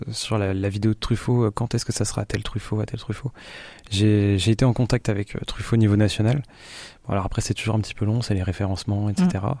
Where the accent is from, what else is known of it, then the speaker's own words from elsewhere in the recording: Duclair, Normandy, France; Donc moi je suis de Duclair à l'origine